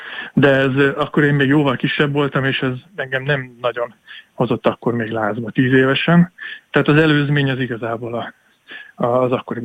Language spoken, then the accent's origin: Hungarian; Tapolca, Veszprém County, Hungary; Tapolcán nőttem föl, és a ház, ahol cseperedtem, annak az ablakából a Szentgyörgyhegyre láttam rá direktbe.